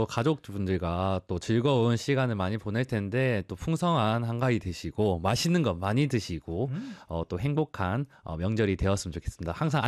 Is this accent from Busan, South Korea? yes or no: yes; Busan, South Korea; 제가 고향이 부산인데 네. 한 번도 못 내려갔거든요.